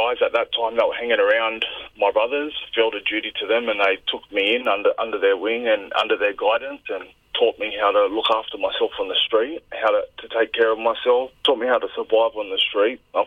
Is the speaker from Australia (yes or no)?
yes; Sydney, New South Wales, Australia; I grew up in Redfern in the early 90s. I was the youngest of 3 boys.